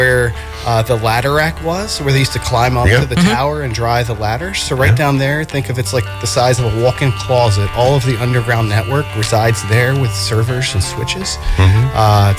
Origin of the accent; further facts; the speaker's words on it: Salisbury, Maryland, United States; Yes, sir. Born and raised in Salisbury, Maryland. Graduated from Bennett, the old Bennett High.